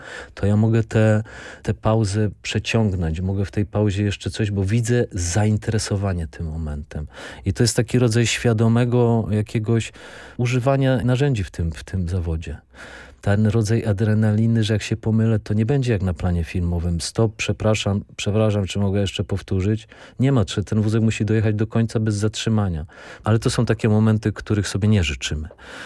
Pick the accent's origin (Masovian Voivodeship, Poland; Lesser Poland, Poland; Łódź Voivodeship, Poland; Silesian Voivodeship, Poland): Silesian Voivodeship, Poland; Sosnowiec; Ja jestem z Sosnowca